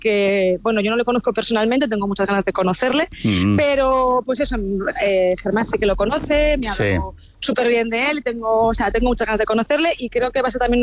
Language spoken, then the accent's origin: Spanish; Miranda de Ebro, Castile and León, Spain; Por eso quería hacer algo en mi tierra, en Miranda.